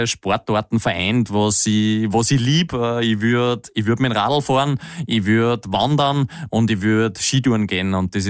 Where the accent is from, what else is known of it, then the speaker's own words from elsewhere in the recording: Kronsdorf, Upper Austria, Austria; was ich unbedingt einmal umsetzen will als Oberösterreicher. Und zwar, ich würde gern zu Hause in Kronsdorf starten